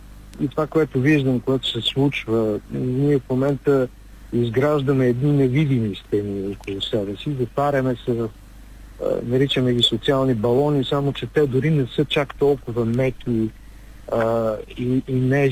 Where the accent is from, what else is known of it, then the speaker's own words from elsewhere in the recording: Plovdiv Province, Bulgaria; в моя роден град